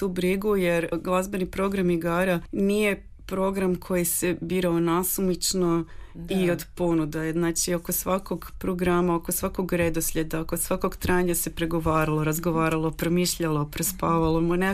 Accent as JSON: {"language": "Croatian", "town": "Dubrovnik", "region": "Dubrovnik-Neretva County", "country": "Croatia", "tie": "born there"}